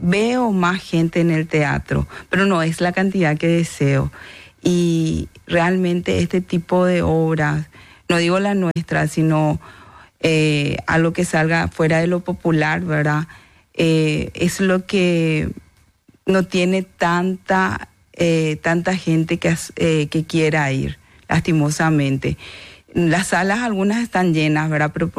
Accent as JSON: {"language": "Spanish", "country": "Paraguay", "said": "nosotros como ciudadanos paraguayos debemos de seguir teniendo esta cultura, esta técnica tiene que seguir adelante."}